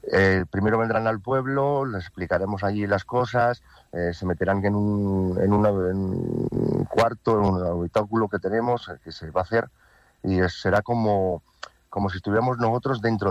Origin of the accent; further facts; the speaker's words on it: Aragon, Spain; sobre todo es en las cuencas mineras, se encuentra en la comarca Sierra de Arcos. ¿Qué voy a decir yo de mi pueblo, no? Es bello.